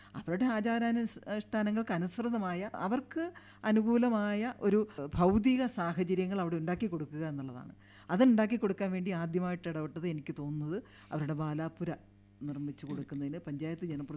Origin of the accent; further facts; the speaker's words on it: Komalikkudi, Kerala, India; കോമാളിക്കുടി പ്രദേശത്താണ് ഞാൻ ജനിച്ചു വളർന്നത്.